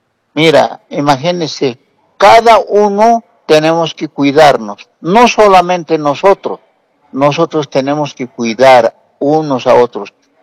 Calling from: La Paz, Bolivia; Un saludo patriota aquí de La Paz, de la ciudad de La Paz.

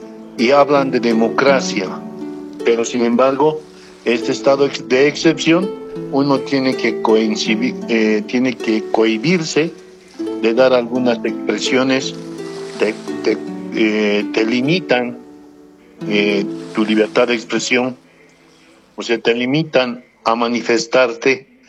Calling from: Bolivia; desearme a mí también como boliviano y sentirme orgulloso de ser boliviano

